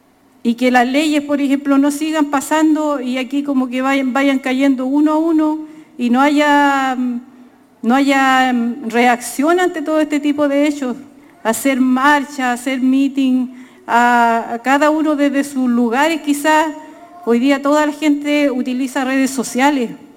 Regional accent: Chile; La solidaridad entre nosotros como mapuches chilenos que estamos en resistencia es lo principal para llevar adelante esto.

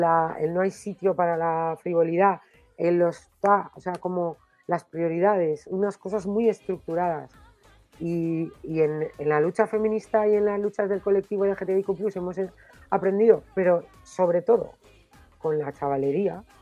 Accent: Basque Country, Spain; como vasca que nació todavía en la dictadura, aunque ya estaba, cuando yo nací ya estaba el hombre ahí.

